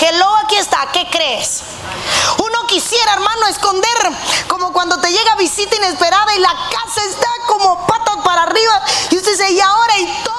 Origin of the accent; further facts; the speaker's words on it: Cuba; moved away; en mi país, una condena por matar una vaca era más alta que por matar a un ser humano. Si alguien es cubano sabe lo que estoy hablando